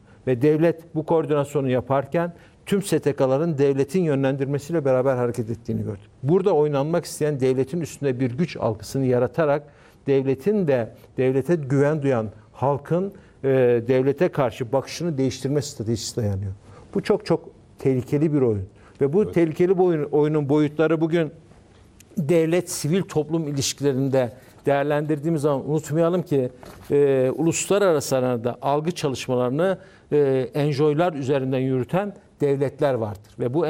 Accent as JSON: {"language": "Turkish", "town": "Besni", "region": "Adıyaman", "country": "Turkey", "said": "Tabii bakın ben Adıyaman Besniliyim."}